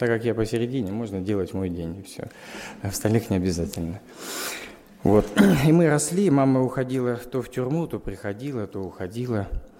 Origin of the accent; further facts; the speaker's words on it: Chelyabinsk, Chelyabinsk Oblast, Russia; born there; Родился я, друзья, в неверующей семье. Родился я в Челябинске на зоне.